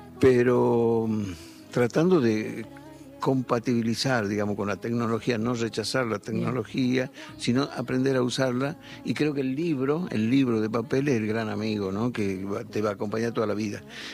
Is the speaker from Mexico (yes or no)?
no; Ledesma, Jujuy, Argentina; born there; moved away; Yo soy nacido en Ledesma, claro.